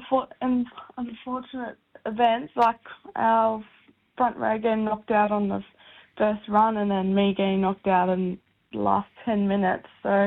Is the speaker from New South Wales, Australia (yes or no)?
no; Brisbane, Queensland, Australia; also born or lived in Logan; I'm from Brizzy. Brizzy girl. I am from the Beer Pie mob.